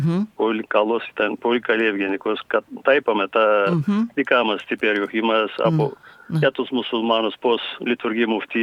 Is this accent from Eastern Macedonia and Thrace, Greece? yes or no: yes; Sidiro, Eastern Macedonia and Thrace, Greece; Ναι, στο Σιδηρό θα είμαι.